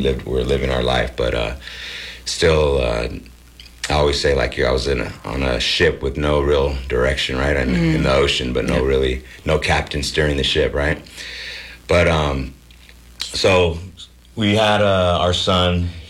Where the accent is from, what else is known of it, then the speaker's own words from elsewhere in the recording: Gilroy, California, United States; moved away; grew up in Gilroy. That's where I was yesterday, and back in my hometown.